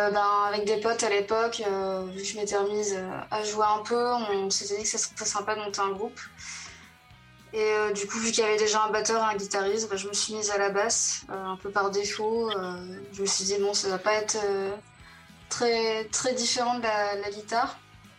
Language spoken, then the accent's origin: French; Brittany, France; also born or lived in south of France; now in Paris, France; je suis bretonne, j'ai vécu dans le sud de la France également.